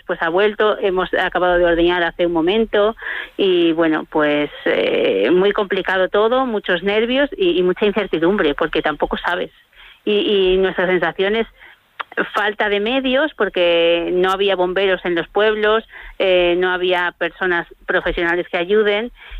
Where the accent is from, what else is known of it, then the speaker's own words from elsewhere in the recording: Fariza, Castile and León, Spain; Fariza, mi pueblo es Fariza, sí.